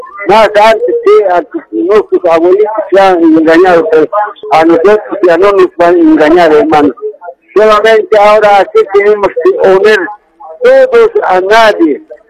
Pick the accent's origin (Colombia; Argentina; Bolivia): Bolivia; Nosotros como bolivianos tenemos que pedir esa rendición de cuentas.